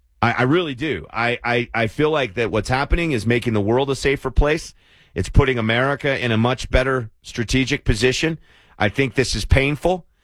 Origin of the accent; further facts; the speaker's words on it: Lexington, Kentucky, United States; now in California, United States; So his parents are from my hometown.